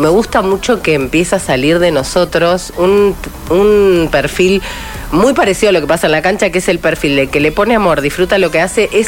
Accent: Argentina

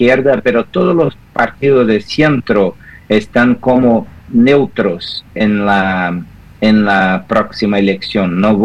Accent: Brazil; Spanish is a second language

